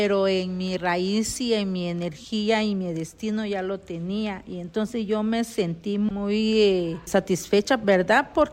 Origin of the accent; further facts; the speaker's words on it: Alta Verapaz, Guatemala; first language Q'eqchi'; Spanish is a second language; soy de Alta Verapaz y mi idioma es Quechí.